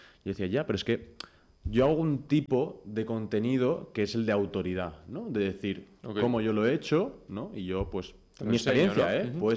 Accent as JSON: {"language": "Spanish", "area": "Mallorca", "region": "Balearic Islands", "country": "Spain", "said": "Soy de Mallorca, tengo 23 años"}